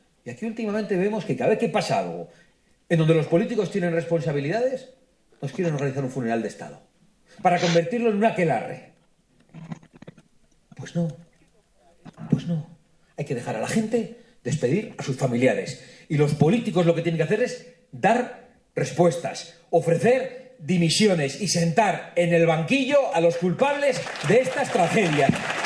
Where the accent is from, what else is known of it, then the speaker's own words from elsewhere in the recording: Spain; Somos ciudadanos españoles. Nuestra patria es España. Nuestros padres, nuestros abuelos y nuestros bisabuelos estaban en España.